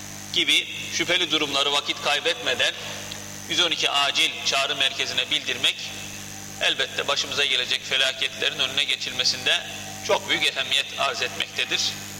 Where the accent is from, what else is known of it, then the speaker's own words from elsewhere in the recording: Kayseri, Turkey; ben bir Kayserili olarak